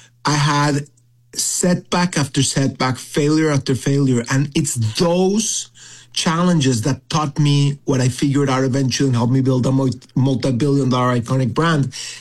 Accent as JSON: {"language": "English", "country": "Mexico", "tie": "born or raised there", "said": "I grew up in Mexico. My father grew up in Lithuania"}